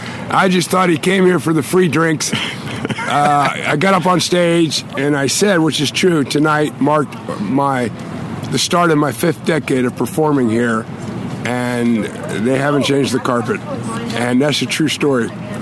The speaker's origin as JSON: {"language": "English", "town": "Wheeling", "region": "West Virginia", "country": "United States"}